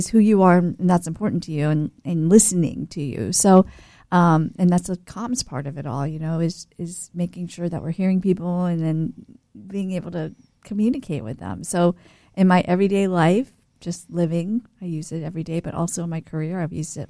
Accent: Titusville, Florida, United States; moved away as an adult; also born or lived in Nashville; I was born in Titusville, Florida, and I was born and raised. Like, I lived there until I was 18.

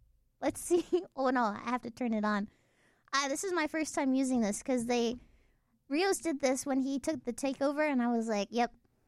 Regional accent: Florida, United States; born there; also born or lived in Rhode Island / Belle Isle, Florida; But, like, born Northernian. And then raised Floridian later.

